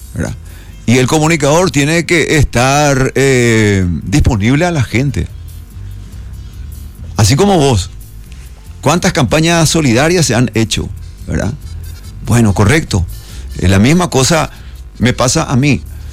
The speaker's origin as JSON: {"language": "Spanish", "region": "Asunción", "country": "Paraguay", "tie": "born there", "moved": "as an adult", "lives_now": "Luque, Paraguay", "said": "Yo nací en Asunción, pero la ciudad de Luque me acogió. Yo ya estuve allá por los 70, en 1976. Yo me fui llegando con 20 años de edad"}